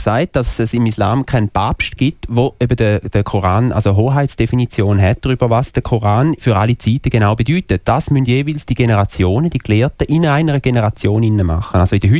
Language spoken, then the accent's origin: German; Switzerland; als Schweizer Konvertit.